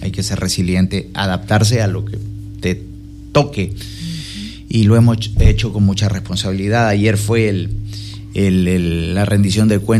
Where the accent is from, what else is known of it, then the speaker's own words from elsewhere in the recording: Ecuador; Yo soy de Manguila. Yo soy de ese sector.